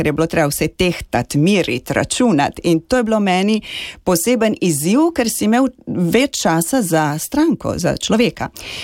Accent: Anhovo, Gorizia, Slovenia; moved away; also born or lived in Postojna / Marijino Celje; potem smo pa živeli dobrih 14 let ob cementarni v Anhovem

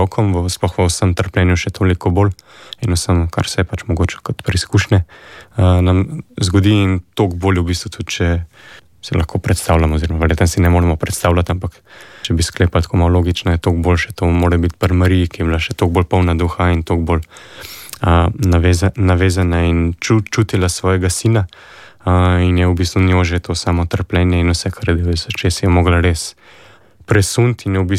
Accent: Ljubljana, Slovenia; ker sem iz Ljubljane in sem že prej večkrat bil gor

